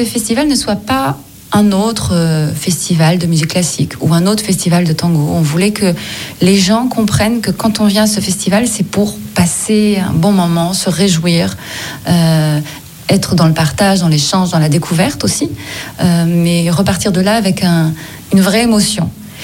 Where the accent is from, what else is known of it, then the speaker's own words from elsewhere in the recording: Provence-Alpes-Côte d'Azur, France; moved away as an adult; now in Gard, France; J'y habite. J'ai grandi dans le Vaucluse, de l'autre côté du Rhône. Mais depuis 13 ans, j'y habite. Alors un peu par intermittence, de par mon métier qui m'amène à voyager beaucoup.